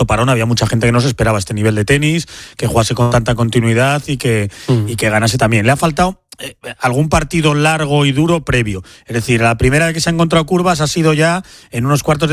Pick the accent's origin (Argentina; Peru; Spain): Spain